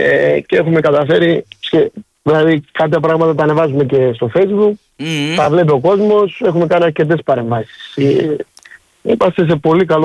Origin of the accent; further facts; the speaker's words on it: Lindos, South Aegean, Greece; είναι πρώτο Πάσχα που έκανα μακριά από την Λίνδο.